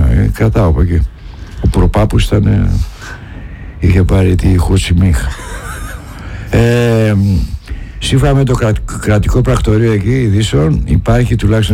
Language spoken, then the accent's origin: Greek; Greece; Κουνημένοι γενικώς είμαστε εμείς ως Έλληνες.